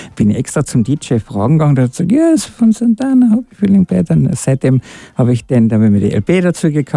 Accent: Bavaria, Germany; Darfst du nicht vergessen, ich bin ja ein gebürtiger Bayer, eigentlich ein Franke. Und dort ist es in Franken, in meiner richtigen Heimat, ist es sehr, sehr verbreitet.

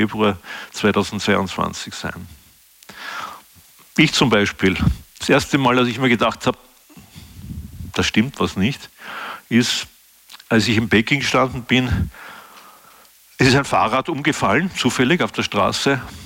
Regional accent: Austria

